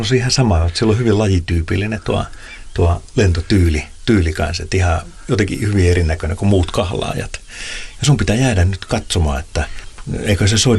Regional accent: Pori, Satakunta, Finland; Mä muistan 80-luvulla, niin kun mä olen Porista kotoisin, niin siellä oli vielä suokukkoja soittimia ja niitä pesi siellä rantaniityillä.

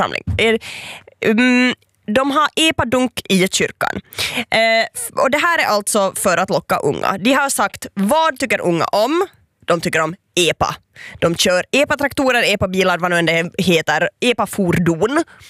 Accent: Ostrobothnia, Finland; Don't worry, jag är från Österbotten.

